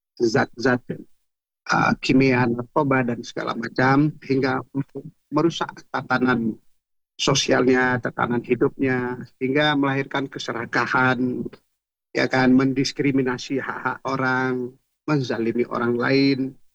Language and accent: Indonesian; Aceh, Indonesia; kita sebagai orang Aceh